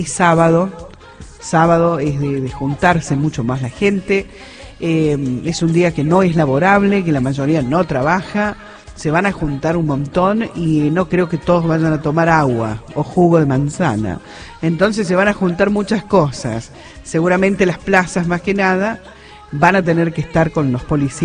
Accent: Argentina

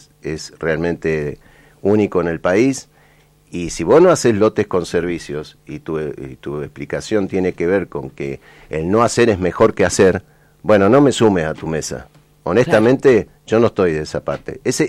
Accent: Neuquén, Argentina; los neuquinos, y yo voy a hablar por los neuquinos, nosotros somos siempre corajudos, defendemos lo nuestro, somos solidarios con el país.

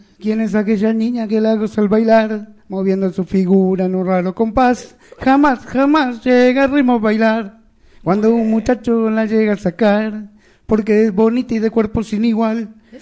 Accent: Adrogué, Buenos Aires Province, Argentina; born there; Soy nacido en Adrogué.

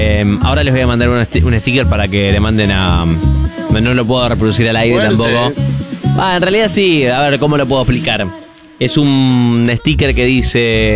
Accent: Argentina; Yo soy argentina porque hoy estábamos hablando de por qué estás orgulloso, orgullosa de ser argentino, argentina

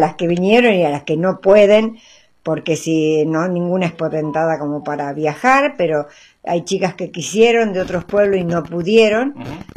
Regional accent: Rojas, Buenos Aires Province, Argentina; moved away; y en Rojas, que es mi pueblo donde yo vivía

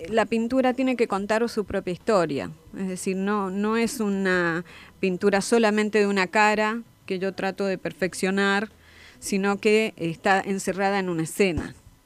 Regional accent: San Juan, Argentina; now in Buenos Aires, Argentina; Soy porteña, sí. Por adopción.

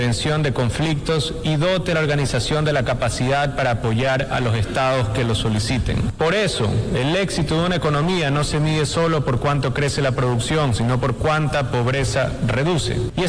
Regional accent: Ecuador; Hubo un tiempo en que en mi país el miedo tenía más autoridad que la ley. Jóvenes a quienes les ofrecían un arma antes que un diploma. Decidimos que ese no sería el destino de Ecuador

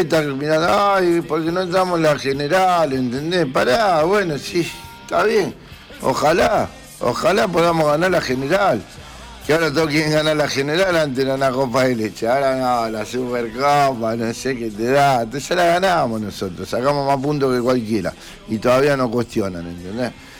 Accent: Rosario, Santa Fe, Argentina; born there; Yo nací en Rosario... Y en Rosario me voy a retirar en mi club

